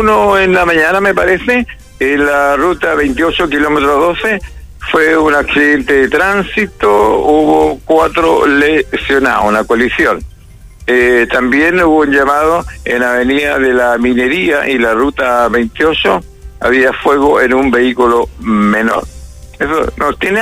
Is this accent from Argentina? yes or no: no; Chile